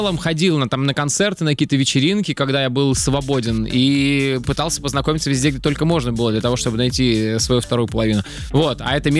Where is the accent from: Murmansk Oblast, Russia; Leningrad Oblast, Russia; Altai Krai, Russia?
Altai Krai, Russia; Barnaul; Начиная с моего родного города, Барнаул